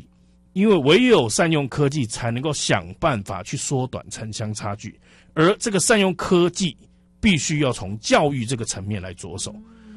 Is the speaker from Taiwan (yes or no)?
yes; Dajia, Taichung, Taiwan; 咱的家乡一直无进步，